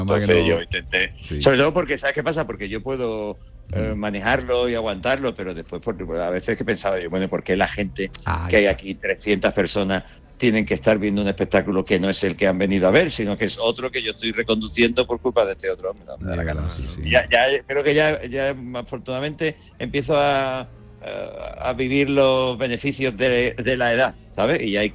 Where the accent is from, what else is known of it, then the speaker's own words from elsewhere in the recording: Andalusia, Spain; yo sé que muchas veces también me relajo y hablo más con mi acento natal y en fin, hay pequeñas confidencias que son normales, eso no se trae. Incluso cuando ya voy a Cádiz o San Fernando, pues todavía la complicidad es más todavía, ¿no?